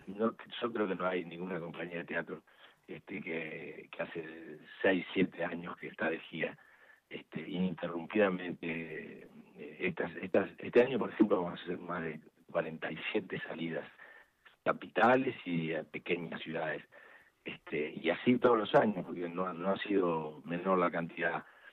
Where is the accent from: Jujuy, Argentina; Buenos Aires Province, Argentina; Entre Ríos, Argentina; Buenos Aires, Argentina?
Entre Ríos, Argentina; born there; moved away as an adult; Yo nací en Entre Ríos